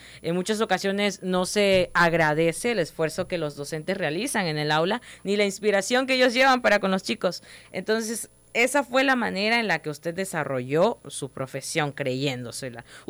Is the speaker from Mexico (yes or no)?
yes; Nacajuca, Tabasco, Mexico; somos de Nacajuca, orgullosamente de Nacajuca.